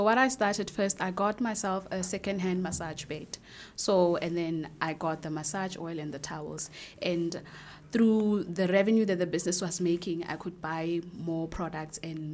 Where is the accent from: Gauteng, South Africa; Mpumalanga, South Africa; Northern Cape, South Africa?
Northern Cape, South Africa; Kuruman; It's my hometown.